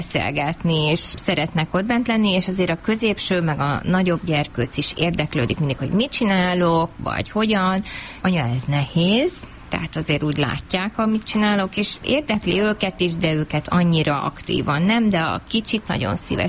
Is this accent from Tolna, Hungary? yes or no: yes; Pincehely, Tolna, Hungary; Mert én viszont Tolna megye Pincehelyről származom